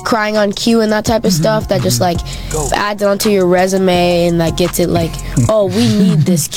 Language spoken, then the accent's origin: English; Minneapolis, Minnesota, United States; Minneapolis, Minnesota.